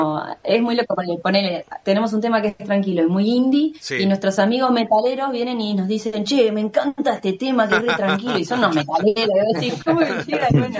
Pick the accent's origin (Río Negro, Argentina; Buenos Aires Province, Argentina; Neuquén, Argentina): Buenos Aires Province, Argentina; Tornquist; now in Bahía Blanca, Argentina; Las escribí cuando vine a estudiar acá, porque yo soy de Torkins, en realidad.